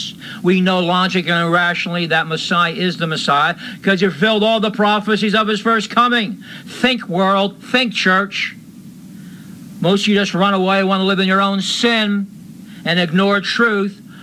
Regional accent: Bethlehem, Pennsylvania, United States; But I'm here from Bethlehem, Pennsylvania, the house of bread.

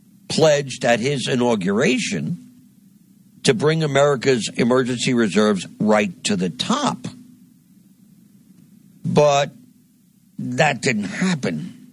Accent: New Jersey, United States; In my home state of New Jersey

